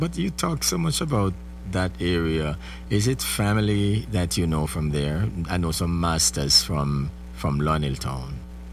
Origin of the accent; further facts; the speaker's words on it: Clarendon, Jamaica; where I'm from, flat Vere Plains, yeah, beautiful Vere Plains. If you ask me, that's where I am from. So in growing up, I'm not like from Crofts Hill like some people I know up in the country there.